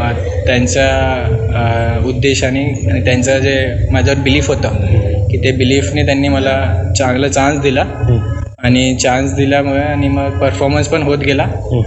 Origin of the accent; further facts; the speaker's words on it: Sherpur, Maharashtra, India; Maharashtra premier league sir जेव्हा मी लहान होतो ना तेव्हा आधी व्हायची, तर त्या ज्या मॅचेस होत्या त्या आमच्या गाव शेरपूरला झाल्या होत्या.